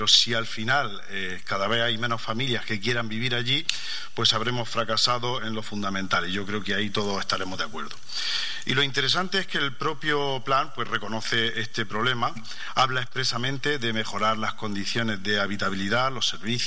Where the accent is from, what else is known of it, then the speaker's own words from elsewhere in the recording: Caravaca de la Cruz, Region of Murcia, Spain; los que somos de Caravaca